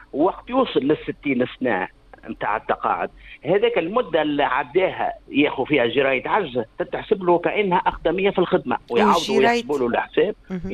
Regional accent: Tunisia; عندنا في تونس

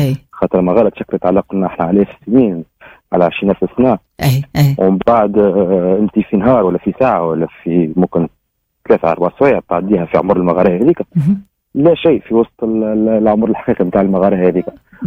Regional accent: Tunisia; هذيك الجزيرة الحلم والكنز الطبيعي الموجود عندنا في تونس.

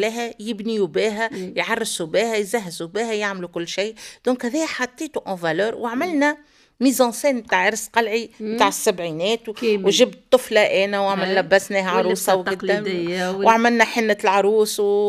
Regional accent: Tunisia

